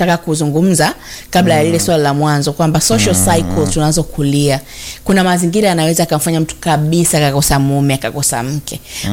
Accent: Tanzania; Kwa sababu sisi ni Wakristo, lakini sisi ni Watanzania.

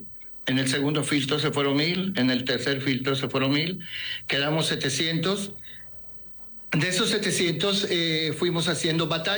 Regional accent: Mexico; now in United States; porque de cada tres californianos, dos somos mexicanos.

